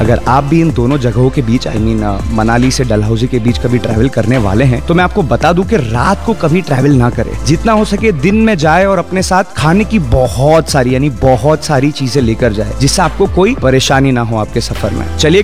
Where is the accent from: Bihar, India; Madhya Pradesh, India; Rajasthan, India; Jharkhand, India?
Madhya Pradesh, India; Indore; हम जो है इंदौर के रहने वाले हैं